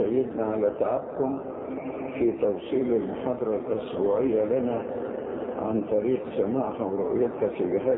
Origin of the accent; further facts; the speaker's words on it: Cairo, Cairo Governorate, Egypt; واحنا عندنا في القاهرة ازيد من 400 من الاباء الكهنة